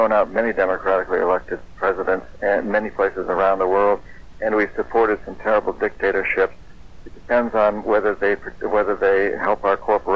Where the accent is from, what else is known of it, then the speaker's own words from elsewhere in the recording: United States; I'm ashamed to admit, as an American, that is our stance.